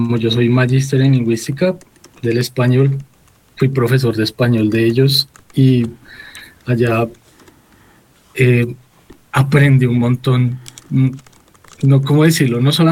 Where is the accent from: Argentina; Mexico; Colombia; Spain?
Colombia; cómo somos los colombianos, cómo somos los colombianos con los pueblos indígenas